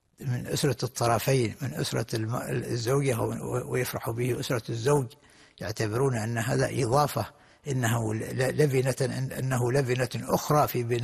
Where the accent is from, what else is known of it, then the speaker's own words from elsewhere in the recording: Oman; حتى عندنا في عمان،